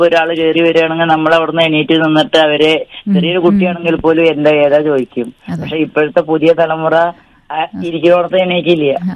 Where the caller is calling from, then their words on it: Kerala, India; സ്ഥലം വെളിയൂർ പഞ്ചായത്ത്.